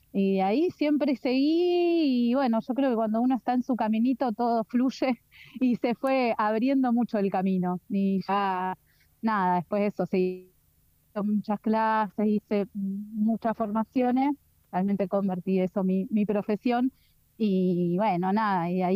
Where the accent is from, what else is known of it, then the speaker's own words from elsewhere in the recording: Buenos Aires Province, Argentina; born there; moved away as an adult; now in Comarca Andina, Argentina; Sí, yo nací en Buenos Aires, en provincia de Buenos Aires. Vivo en la comarca acá hace 7 años